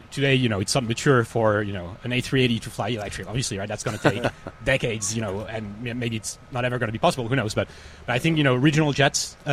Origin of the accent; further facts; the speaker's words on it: France; English is a second language; now in United States; And I'm originally from France, and, you know, it's really amazing to be here.